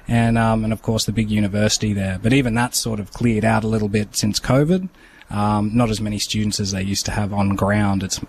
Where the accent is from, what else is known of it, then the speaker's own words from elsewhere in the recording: Armidale, New South Wales, Australia; I grew up in Armidale, New South Wales, which is like northern New South Wales, apparently the highest city in Australia.